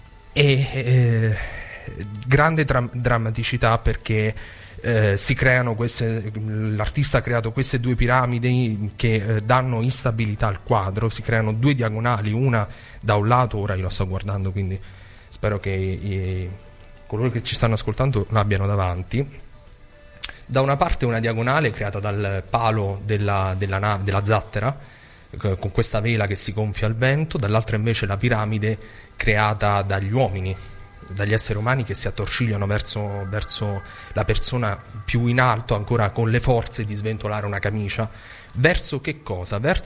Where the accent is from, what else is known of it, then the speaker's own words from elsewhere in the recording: Abruzzo, Italy; Io sono abruzzese